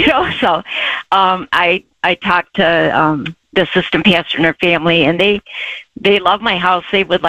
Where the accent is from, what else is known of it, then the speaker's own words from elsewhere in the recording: Michigan, United States; moved away as an adult; also born or lived in West Virginia; now in Arizona, United States; I grew up in Michigan and lived there all my life